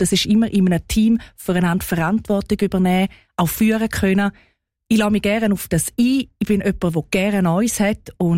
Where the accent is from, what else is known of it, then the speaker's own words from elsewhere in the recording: Graubünden, Switzerland; moved away as an adult; now in Italy; Ich bin im Kanton Graubünden aufgewachsen.